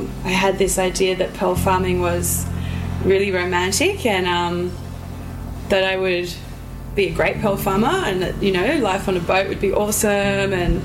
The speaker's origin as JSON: {"language": "English", "town": "Mittagong", "region": "New South Wales", "country": "Australia", "lives_now": "Alice Springs, Australia", "said": "I'm from Mittagong, a town about an hour south of Sydney. And what brought me to Alice?"}